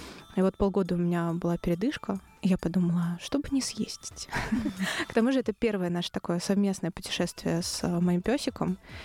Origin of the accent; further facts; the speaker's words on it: Nizhny Novgorod, Nizhny Novgorod Oblast, Russia; Я из Нижнего Новгорода